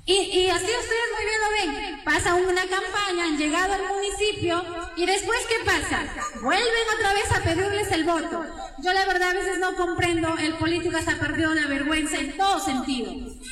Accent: Urubamba, Cusco, Peru; como ciudadana cajarurina, como cubambina, y con ese amor que siento por mi tierra, por mi pueblo que me ha visto nacer y crecer y desarrollarme en muchos sentidos, como profesional, como comerciante y en todo mi ámbito

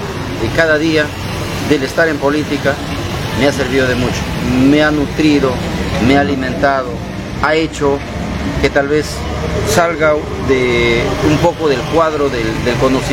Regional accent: Copallín, Amazonas, Peru; Bagua, que es nuestra casa, recordemos que yo soy de Copallín

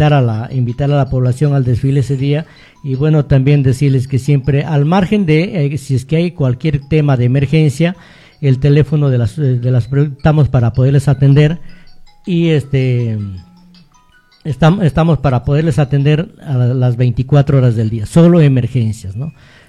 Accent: Peru; como peruanos cumplir con nuestro deber cívico

